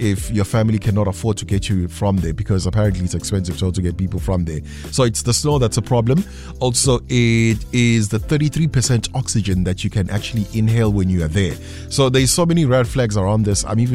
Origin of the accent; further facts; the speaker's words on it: South Africa; I'm South African anyway